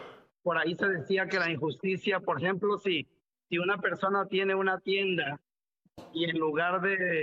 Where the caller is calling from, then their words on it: Paraíso, Tabasco, Mexico; Desde Paraíso, Desde Tabasco